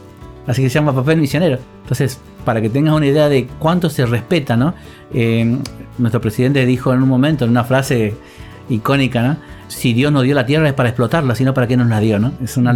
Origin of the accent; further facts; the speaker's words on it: Argentina; porque somos mezclados en Argentina, somos todos mezclados